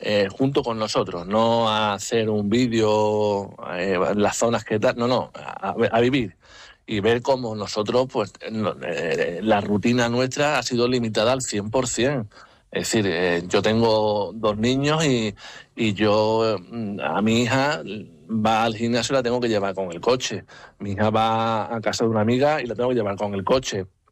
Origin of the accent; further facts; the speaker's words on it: Ceuta, Spain; observar cómo iré yo, que soy español y cristiano